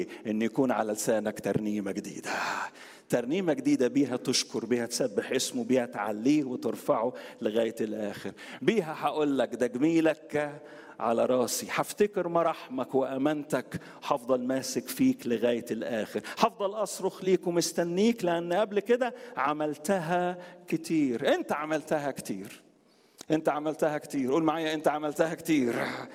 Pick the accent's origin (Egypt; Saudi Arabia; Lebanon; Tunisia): Egypt; Alexandria, Alexandria Governorate; عندنا في اسكندريه في سيدي بش شارع الجامعي شارع الجامعي كنا احنا في شارع الشهيد. احنا شارع الشهيد ومش شارع الجامعيه،